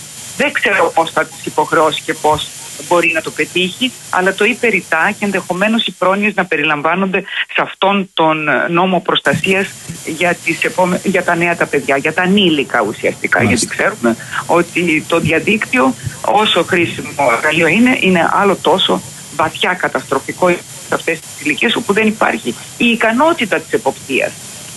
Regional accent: Greece; Και εμείς το τονίσαμε ως Έλληνες

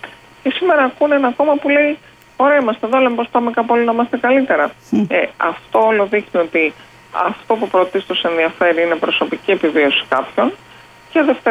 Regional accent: Central Greece, Greece; Επειδή εγώ τυχαίνει να κατάγομαι και από τη Φωκίδα

